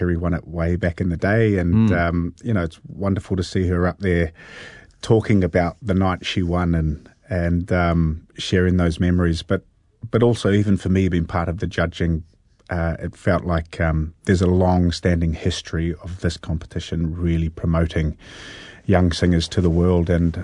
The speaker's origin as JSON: {"language": "English", "town": "Hastings", "region": "Hawke's Bay", "country": "New Zealand", "tie": "born or raised there", "said": "I grew up in Hastings."}